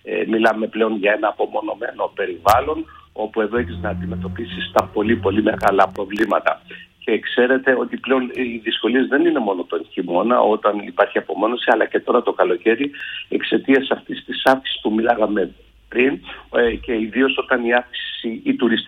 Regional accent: Greece; την οποία και εμείς ως Έλληνες, ως ελληνικά νοικοκυριά

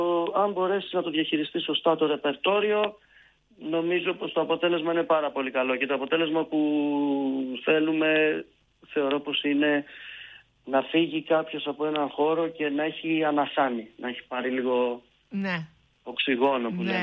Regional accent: Crete, Greece; now in Athens, Greece; όταν ανεβαίνω Θεσσαλονίκη και μου λένε από πού είσαι, λέω Αθήνα, μένω, μα από πού είσαι, είμαι από την Κρήτη

